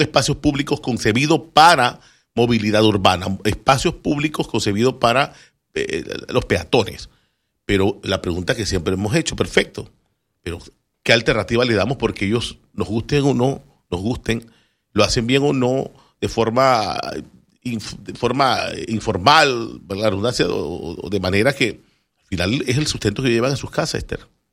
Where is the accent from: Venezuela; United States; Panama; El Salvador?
Panama; Juan Díaz, Panamá; De que yo soy acá de Juan Díaz, blush, te inundo.